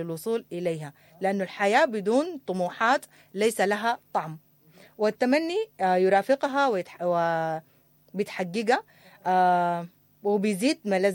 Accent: Sudan; نحن شباب سوداني واعي، تعلمنا وعرفنا جيدا ماذا نعني ماذا تعني الوطنية أو الإنسانية

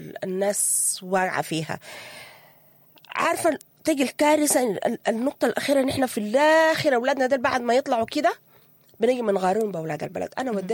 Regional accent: Sudan; نحن سودانيين

